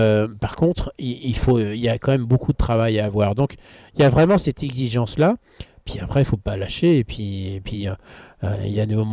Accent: Brittany, France; D'abord, je suis breton, et l'été d'avant, j'avais navigué en Bretagne Nord

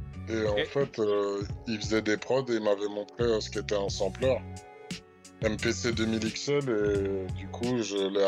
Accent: Blanc-Mesnil, Île-de-France, France; Moi, j'étais de Blanc-Ménil, mais les autres, il y en avait de Bagneux, d'Antony.

